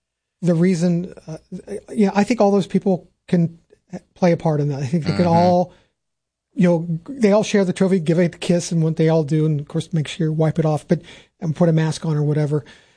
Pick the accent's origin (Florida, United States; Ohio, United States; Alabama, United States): Ohio, United States; again, I'm from Morrow County, Cardington, Highland, Mount Gilead, Northmore, still have their own schools